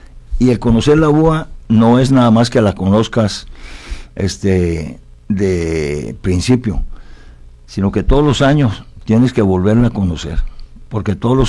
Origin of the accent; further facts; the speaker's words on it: Italy; now in Mexico; Yo vengo de Italia. Pues Baja California es la mitad de la superficie, exactamente la mitad de la superficie de Italia.